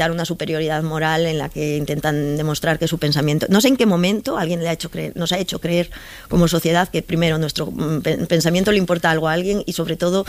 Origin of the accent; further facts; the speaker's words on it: San Sebastián, Basque Country, Spain; De qué equipo soy, del que acaba de ganar la Copa del Rey, porque soy donostiarra